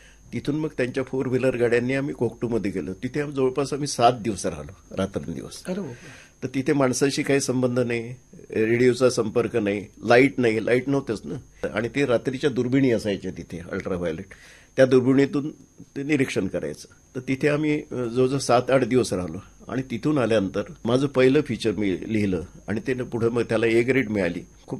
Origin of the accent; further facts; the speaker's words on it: Pandhurna, Madhya Pradesh, India; moved away; माझं गाव पांढुर्णा असल्यामुळे